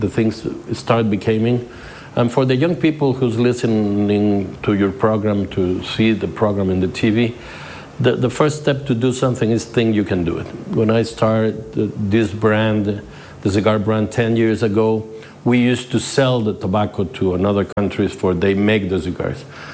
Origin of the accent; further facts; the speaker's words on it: Santiago de Querétaro, Querétaro, Mexico; also born or lived in Veracruz; Querétaro, my hometown.